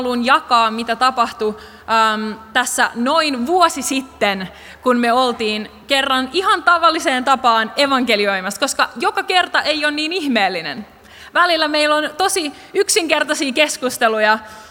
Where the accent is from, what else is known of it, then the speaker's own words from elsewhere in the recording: Tampere, Pirkanmaa, Finland; ja mä tuun Tampereelta.